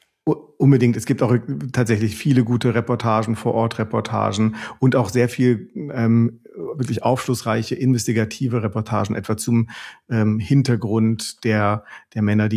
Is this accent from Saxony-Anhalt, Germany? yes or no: yes; Halle, Saxony-Anhalt, Germany; born there; moved away; Ich muss dazu sagen, ich bin in diesem Bundesland geboren. Also ich komme ursprünglich aus Halle-Saale, dort 1985 geboren.